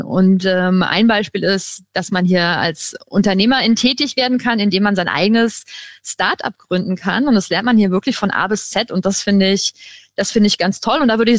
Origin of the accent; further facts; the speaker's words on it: South Germany, Germany; Aber ich komme aus dem Süden und meine nächste Spielstadt wäre dann eher Mini-München gewesen.